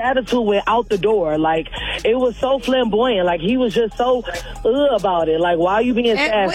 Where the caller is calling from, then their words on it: Detroit, Michigan, United States; I'm calling from Northside, Detroit.